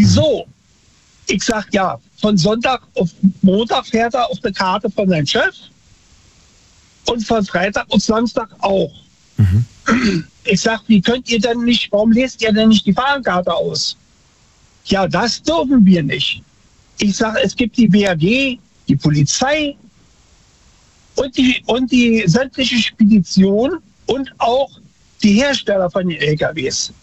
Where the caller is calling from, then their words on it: Mayen, Rhineland-Palatinate, Germany; aus Mayen.